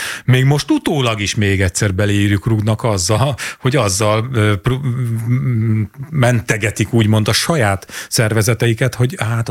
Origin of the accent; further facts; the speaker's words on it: Sátoraljaújhely, Borsod-Abaúj-Zemplén, Hungary; moved away; az én kis fatornyos kis szülővárosomnak a Facebook csoportjára